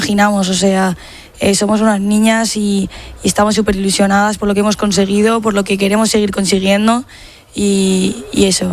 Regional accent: Madrid, Community of Madrid, Spain; Eso es, yo soy de Madrid.

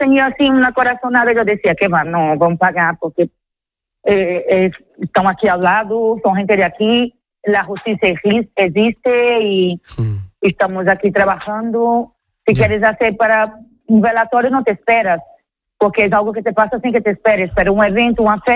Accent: São Luís, Maranhão, Brazil; Spanish is a second language; now in Spain; Carol, São Luís es mi pueblo en Brasil.

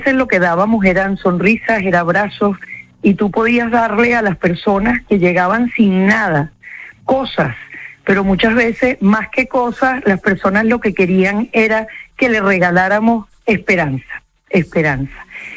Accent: Venezuela

